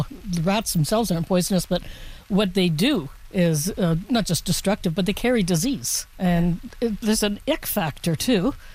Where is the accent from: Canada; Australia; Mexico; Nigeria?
Canada; Onaping, Ontario; moved away as an adult; now in Sudbury, Canada; I grew up in Onaping, and I never saw a rat in Onaping, and I've lived in Sudbury since 1984.